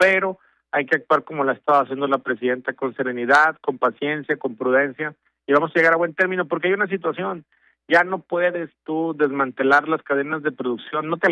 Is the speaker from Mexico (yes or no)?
yes; Mexico; Somos mexicanas y mexicanos y tenemos la obligación que acompañar a nuestros connacionales en cualquier lugar del mundo